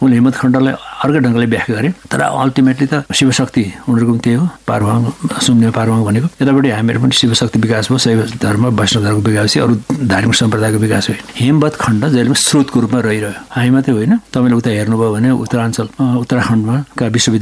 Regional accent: Bhojpur, Koshi Province, Nepal; अलि पूर्व अझैतिर मेरो घर भोजपुर हो

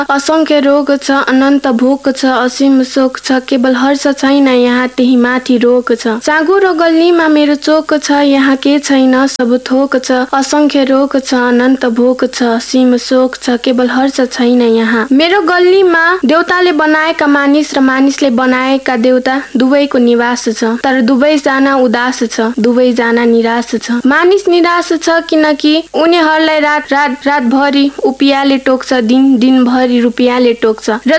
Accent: Nuwakot, Bagmati, Nepal; now in Kapan, Nepal; मेरो पनि कपनमै हो अनि घर चाहिँ नुवाकोटमा हो।

